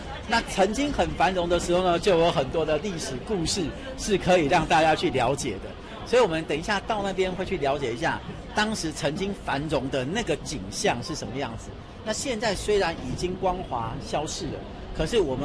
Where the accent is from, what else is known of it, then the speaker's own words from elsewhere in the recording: Chiayi, Taiwan; 我是嘉义人